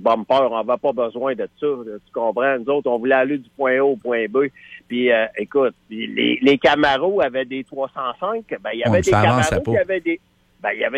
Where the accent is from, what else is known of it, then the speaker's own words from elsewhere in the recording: Quebec, Canada; Moi, j'ai grandi à Saint-André-de-Neuchâtel.